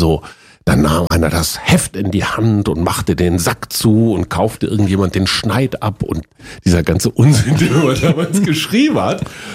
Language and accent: German; Münster, North Rhine-Westphalia, Germany; Die städtischen Bühnen in Münster, meiner Heimatstadt in Westfalen, lagen direkt gegenüber vom Verlagsgebäude der Münsterischen Zeitung.